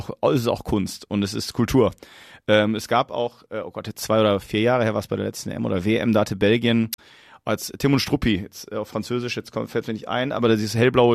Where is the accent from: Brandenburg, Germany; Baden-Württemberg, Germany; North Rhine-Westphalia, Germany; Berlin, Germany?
North Rhine-Westphalia, Germany; also ich komme aus der Nähe von Duisburg